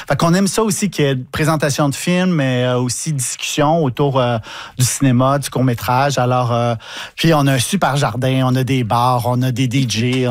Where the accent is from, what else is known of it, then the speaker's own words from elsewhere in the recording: Montreal, Quebec, Canada; moved away as an adult; now in Saint-Mathieu-du-Parc, Canada; Je viens de Montréal, mais … maintenant, c'est sûr.